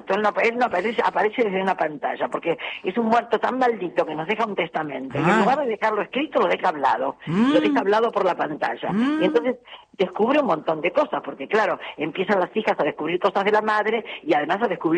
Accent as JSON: {"language": "Spanish", "town": "Quilmes", "region": "Buenos Aires Province", "country": "Argentina", "tie": "born or raised there", "said": "Yo tengo dos lugares en el mundo, uno es Mar del Plata y el otro es Quilmes, que es mi tierra"}